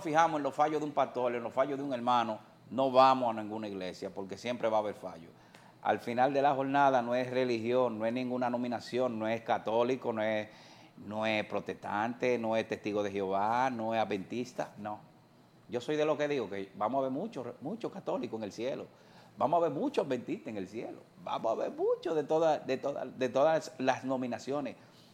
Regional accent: Dominican Republic; nosotros que somos dominicanos

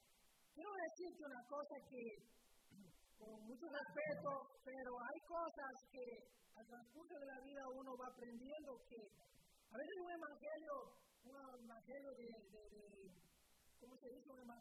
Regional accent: Ecuador; moved away; cuando yo estuve en mi país, en Ecuador

